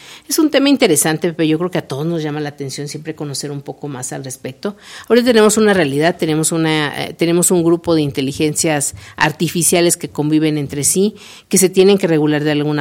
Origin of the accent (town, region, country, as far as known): Mexico